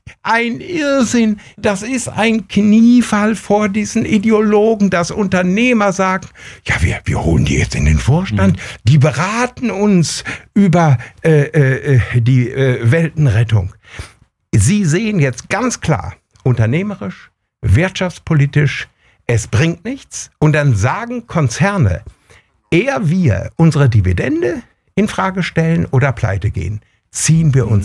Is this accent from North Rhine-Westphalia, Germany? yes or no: yes; North Rhine-Westphalia, Germany; Sie wollen neben meiner Heimat, das Hermannsdenkmal, ein Windrad stellen, das höher ist als dieses Denkmal.